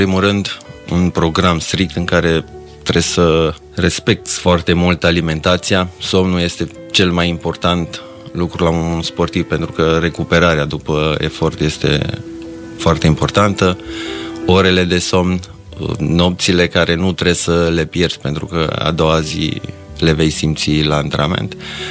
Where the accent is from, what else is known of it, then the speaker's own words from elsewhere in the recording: Dej, Cluj County, Romania; born there; Da, m-am născut la Dej.